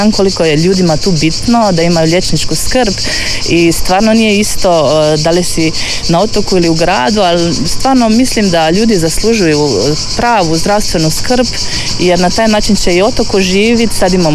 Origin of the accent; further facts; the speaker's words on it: Rogla, Slovenia; also born or lived in Krško / Brežice; Ja sam Slovenka, podrijetlom sa sjevera Slovenije, Rogla, skijališki centar, a zadnjih 20 godina sam radila u zdravstvu na jugu Slovenije, Krško i Brežice.